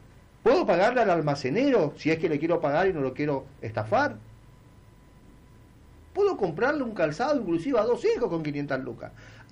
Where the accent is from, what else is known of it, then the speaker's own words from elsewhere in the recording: Argentina; como cualquier argentino de bien.